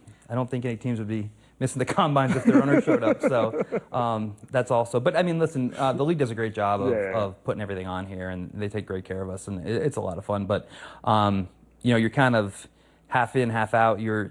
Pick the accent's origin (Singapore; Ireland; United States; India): United States; Pennsylvania; I'm from Pennsylvania.